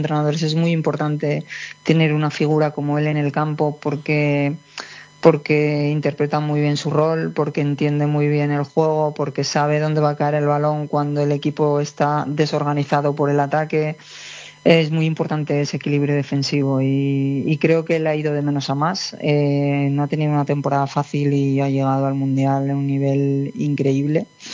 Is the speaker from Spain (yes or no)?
yes; Spain; soy española